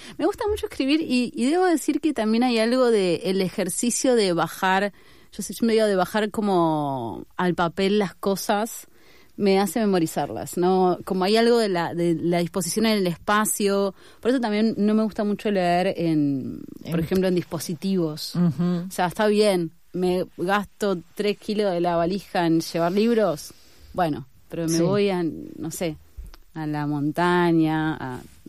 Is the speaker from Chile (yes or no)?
no; General Villegas, Buenos Aires Province, Argentina; Yo nací en Buenos Aires, pero crecí en Villegas.